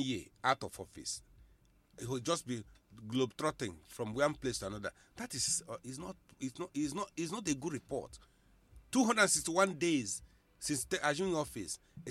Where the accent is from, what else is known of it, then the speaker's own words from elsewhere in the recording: Nigeria; I'm a Nigerian citizen, and the absence of the government, of the president, is affecting me as a citizen.